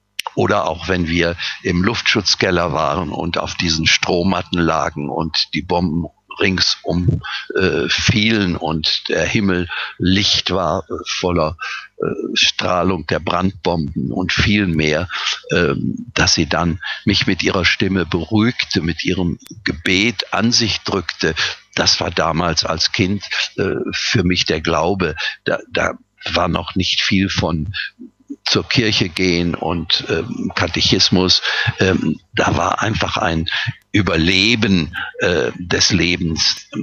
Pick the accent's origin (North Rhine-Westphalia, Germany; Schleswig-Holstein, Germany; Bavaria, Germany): North Rhine-Westphalia, Germany; Rheine; besuchte kranke Soldaten bei uns in Norddeutschland, in Rheine, in einem Krankenhaus fast täglich.